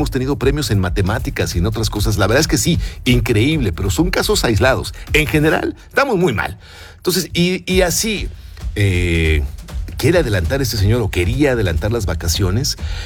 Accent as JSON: {"language": "Spanish", "country": "Mexico", "said": "soy mexicano"}